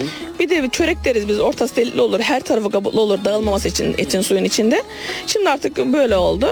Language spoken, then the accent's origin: Turkish; Soma, Manisa, Turkey